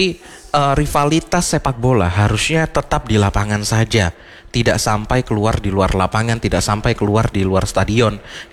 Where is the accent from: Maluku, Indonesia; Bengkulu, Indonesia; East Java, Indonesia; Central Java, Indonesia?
East Java, Indonesia; Malang; Saya juga warga asli Malang, Aremania juga.